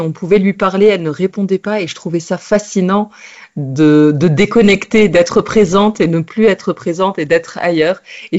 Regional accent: Tunisia; Les langues autour de moi, c'était le tunisien. J'ai grandi en Tunisie, c'était le tunisien et le français.

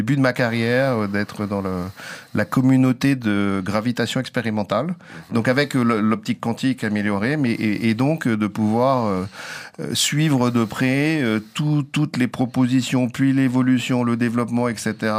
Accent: Chartres, Centre-Val de Loire, France; also born or lived in Paris; je suis originaire de Chartres, donc lycée à Chartres

